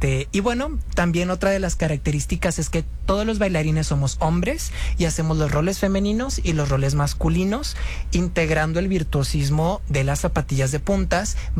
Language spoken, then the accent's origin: Spanish; Culiacán, Sinaloa, Mexico; moved away; also born or lived in Mexico City; me regresé a Culiacán, yo soy sinaloense